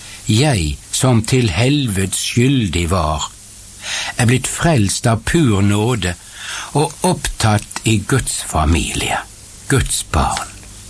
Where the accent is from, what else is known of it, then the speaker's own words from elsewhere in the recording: Bergen, Vestland, Norway; utenfor biblioteket hjemme i Bergen